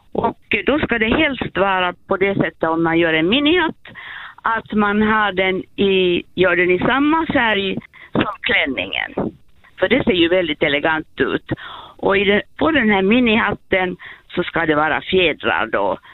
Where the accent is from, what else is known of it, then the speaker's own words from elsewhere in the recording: Helsinki, Uusimaa, Finland; i Helsingfors där jag växte upp.